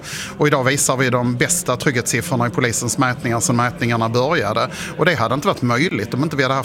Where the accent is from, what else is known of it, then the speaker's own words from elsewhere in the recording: Helsingborg, Skåne, Sweden; Att jag är helsingborgare och det är helsingborgarnas vardag som är mitt huvudfokus